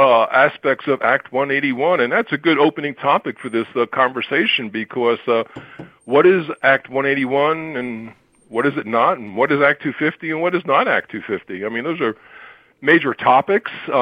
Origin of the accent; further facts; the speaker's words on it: Jersey City, New Jersey, United States; moved away as an adult; also born or lived in Scranton, Pennsylvania / Baltimore, Maryland; now in Vermont, United States; I was born and bred in Jersey City, New Jersey.